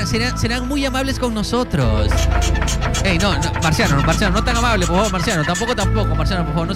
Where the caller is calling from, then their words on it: Chilca, Lima, Peru; Aquí en Chilca, ¿qué tal? Bueno … de Chilca.